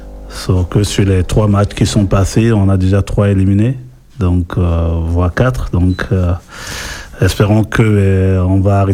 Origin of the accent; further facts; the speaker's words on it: France; Sans oublier qu'on est français